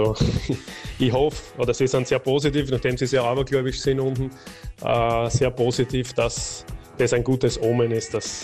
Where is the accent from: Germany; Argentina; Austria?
Austria; wenn Österreicher so einen Schritt machen, und vor allem … dann machen sie es, um Geschichte zu schreiben. Und ich habe das damals gemacht, um das erste Mal in die Serie A aufzusteigen